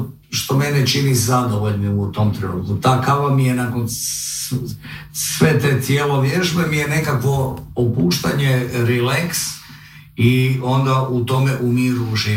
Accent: Zagreb, City of Zagreb, Croatia; born there; also born or lived in Molve, Podravina; now in Dubrovnik, Croatia; Ja sam rođen u Zagrebu i sam rođen u Zagrebu. Ali se osjećam Podravac, Bolvarac. Moj otac je rođen u Bolvama. I ja sam rođen u Zagrebu, jer je to jednostavno bilo tako. Ali u svom srcu ja sam Molvarac, Podravac i tako se osjećam.

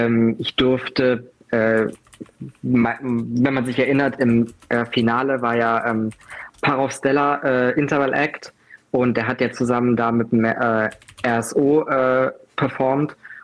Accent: Heyerode, Thuringia, Germany; moved away as an adult; now in Leipzig, Germany; Ich bin 21 Jahre alt und ich komme aus Heirode. Das ist ganz in der Nähe von Eschwege, also noch in Thüringen. Ich wohne aktuell in Leipzig

